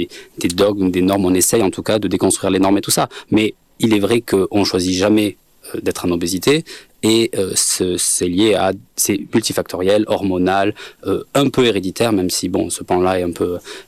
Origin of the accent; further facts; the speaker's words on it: Béziers, Occitanie, France; moi je suis originaire de Béziers, où il y a du rugby présent